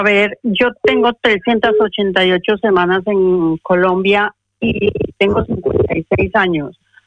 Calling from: Castellón de la Plana, Valencian Community, Spain; de Castellón.

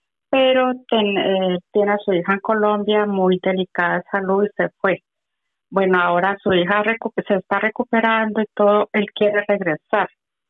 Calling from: Madrid, Community of Madrid, Spain; de aquí de Madrid.

